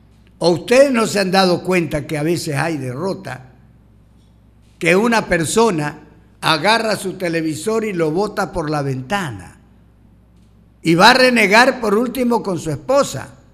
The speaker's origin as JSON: {"language": "Spanish", "country": "Ecuador", "said": "Como ecuatoriano, yo quiero que Ecuador gane."}